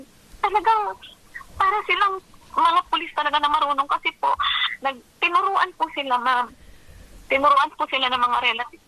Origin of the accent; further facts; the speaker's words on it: Central Luzon, Philippines; Kasi tubong Pampanga po talaga kami. Kapampangan po kami, purong Kapampangan. Talaga Pampanga po kami. Dito po kami naghanap buhay